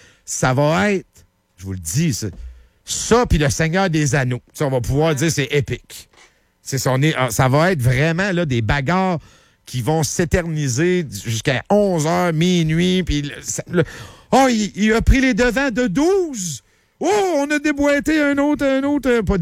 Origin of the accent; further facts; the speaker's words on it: Quebec, Canada; Moi aussi, je viens du Centre du Québec d'origine, là.